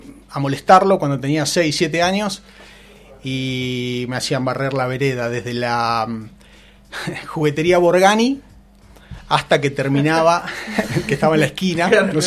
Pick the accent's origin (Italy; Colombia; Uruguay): Italy; Bueno, viste, yo soy italiano, los Tano hacemos laburar hasta las piedras.